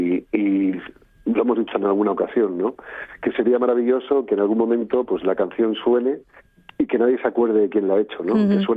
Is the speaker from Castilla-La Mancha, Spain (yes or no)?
no; Canary Islands, Spain; now in Basque Country, Spain; soy un canario, llevo muchos años viviendo en Euskadi, pero soy canario, ¿no?